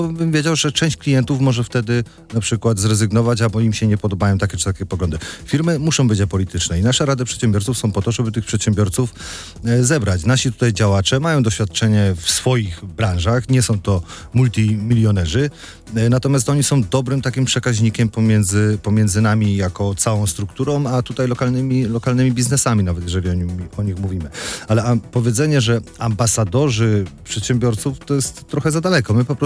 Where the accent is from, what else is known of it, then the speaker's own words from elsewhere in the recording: Nowy Sącz, Lesser Poland, Poland; U nas w Nowym Sączu jest zagłębie milionerów.